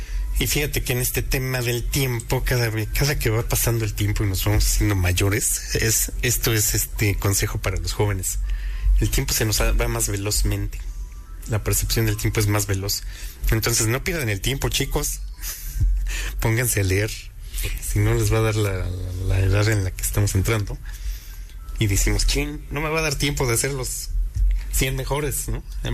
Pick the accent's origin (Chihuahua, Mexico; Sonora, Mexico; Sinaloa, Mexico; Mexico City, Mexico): Mexico City, Mexico; ya todo el mundo sabe que soy chilango